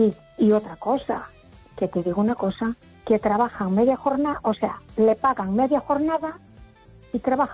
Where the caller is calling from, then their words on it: A Coruña, Galicia, Spain; de Coruña